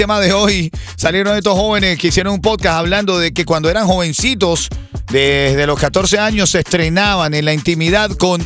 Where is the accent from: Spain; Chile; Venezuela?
Venezuela; moved away; en mi país, en el campo, también escuché de esos casos. Yo no lo hice, pero yo no era del campo, pero escuché de esos casos. Allá en Venezuela pasaba también mucho eso.